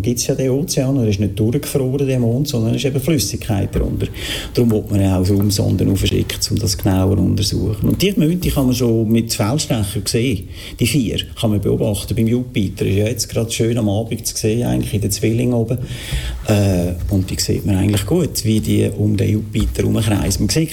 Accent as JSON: {"language": "German", "country": "Switzerland", "said": "Also gut, bei uns in der Schweiz gibt es eigentlich keinen wirklich guten mehr"}